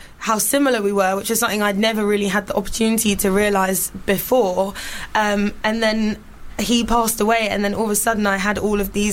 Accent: United Kingdom; also born or lived in United States; I was born in America, but I grew up here and lived here like from like 3 years old.

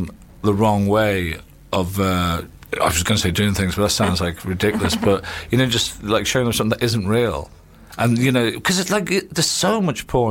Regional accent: Ireland; I'm Irish

